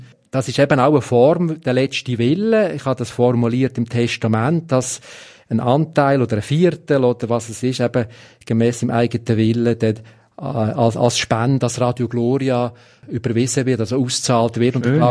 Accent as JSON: {"language": "German", "country": "Switzerland", "said": "wir als Schweizer, unsere Gesellschaft"}